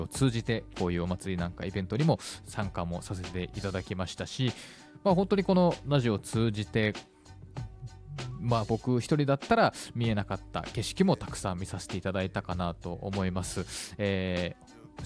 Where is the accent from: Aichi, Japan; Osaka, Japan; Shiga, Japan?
Aichi, Japan; Nagoya; moved away as an adult; now in Kyoto, Japan; 僕のこう地元の名古屋では